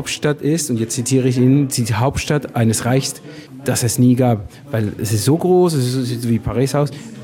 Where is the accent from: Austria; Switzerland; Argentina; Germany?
Argentina; ich komme ursprünglich aus Argentinien.